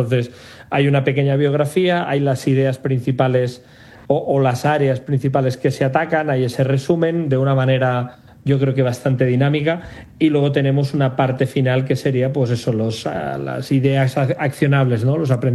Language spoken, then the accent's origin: Spanish; Sabadell, Catalonia, Spain; Yo soy natural de Sabadell, Barcelona.